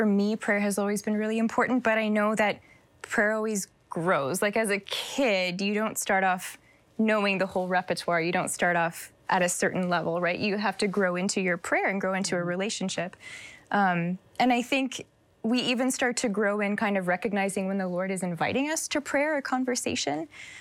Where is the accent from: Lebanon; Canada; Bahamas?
Canada; moved away; a daughter of St. Paul. I've been professed just over a year, so I'm like a baby nun. And I'm from Canada, actually, originally.